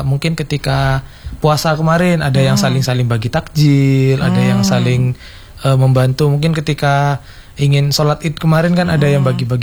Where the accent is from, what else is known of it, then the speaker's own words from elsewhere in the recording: Jember, East Java, Indonesia; born there; Jadi saya itu lahirnya di sini karena memang keluarga asli di sini, cuman karena orang tua bekerja di Ri